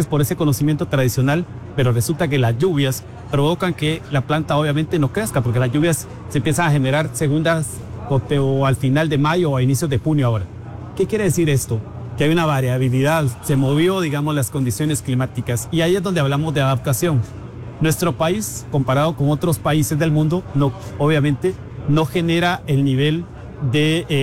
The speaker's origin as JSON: {"language": "Spanish", "town": "San Agustín Acasaguastlán", "region": "El Progreso", "country": "Guatemala", "said": "Personalmente soy de San Agustín, Acazahuastlán, entonces hablábamos del Progreso, Zacapa, Chiquimula."}